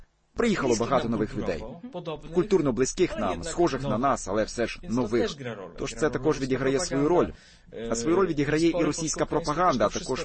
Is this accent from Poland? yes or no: yes; Poland; Ми, поляки